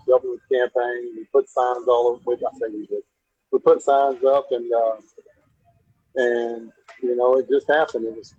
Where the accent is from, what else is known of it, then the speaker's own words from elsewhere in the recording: Duncanville, Texas, United States; I grew up in Duncanville, which is almost 40,000 people.